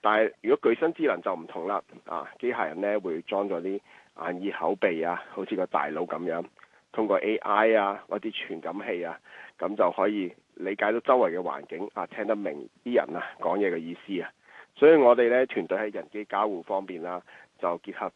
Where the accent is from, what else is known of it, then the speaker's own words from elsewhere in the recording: China; accent: Cantonese; 我哋知道我哋廣東話啦，成日有時講嘢都幾含糊噶嘛。